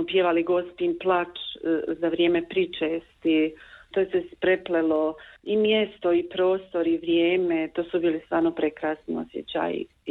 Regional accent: Gorica-Sovići parish, Federation of Bosnia and Herzegovina, Bosnia & Herzegovina; dolazim iz Župe Gorica Sovići, u toj župi sam odrasla, tu sam se udala, podigla svoju obitelj.

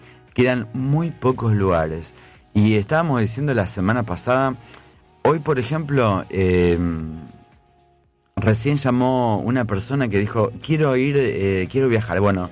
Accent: Rosario, Santa Fe, Argentina; ¿De dónde sos? De Rosario.

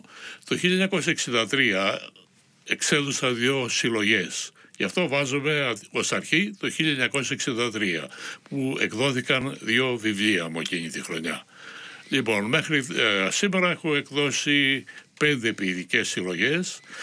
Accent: Greece; moved away as an adult; now in Melbourne, Australia; Αντιμετώπιζα λίγο πολλές δυσκολίες με την ανεργία, και αυτός ήταν και ο λόγος που έφυγα από την Ελλάδα.

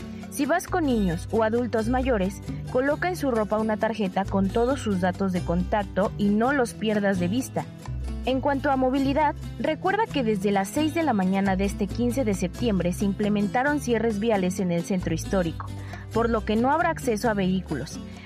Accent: Mexico

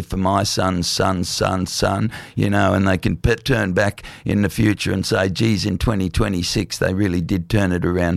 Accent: Lismore, New South Wales, Australia; as a kid when I was growing up in Lismore in the 80s

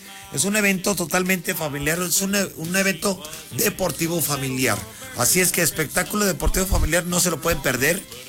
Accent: Zacatecas, Mexico; Yo soy de Zacatecas

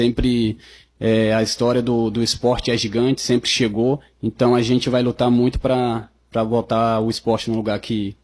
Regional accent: Sobral, Ceará, Brazil; also born or lived in Rio de Janeiro; É que eu fui criado em Sobral. Eu nasci no Rio de Janeiro, mas fui criado em Sobral.

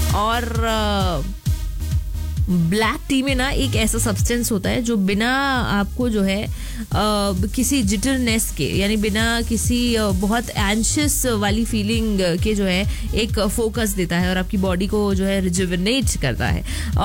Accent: Bhopal, Madhya Pradesh, India; मैं भोपाल से हूँ

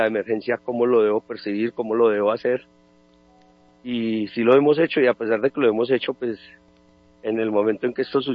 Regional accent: Colombia; todos nosotros como colombianos

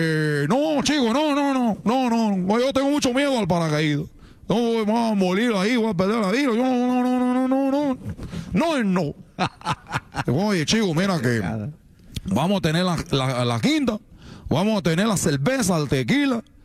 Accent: Cuba; Yo soy de Cuba.

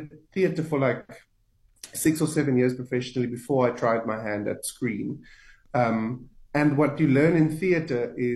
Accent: Limpopo, South Africa; I'm from a tiny town in Limpopo called Luitrichard.

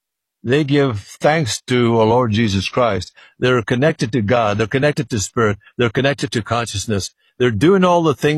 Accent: Ireland; now in United States; People talk a good talk out here in California, because I come from Ireland.

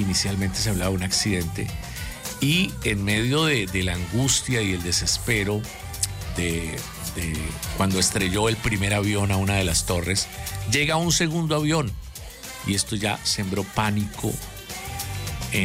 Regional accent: Colombia; todos los bumangueses y como buenos colombianos nos unamos más fuertes que nunca.

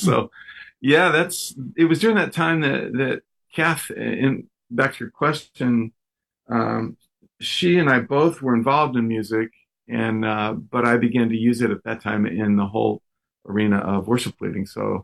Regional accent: Texas, United States; born there; When I was just a kid, I was born in Texas.

